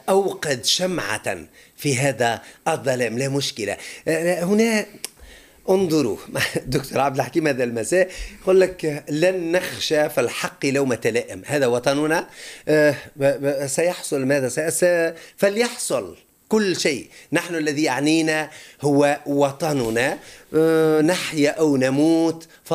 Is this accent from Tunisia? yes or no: yes; Tunisia; نحن في تونس